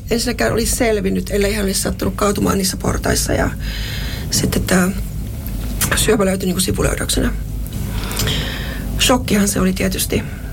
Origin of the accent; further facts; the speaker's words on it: Lapland, Finland; Mä olen Lapista kotoisin. Ja puhutaan suoraan.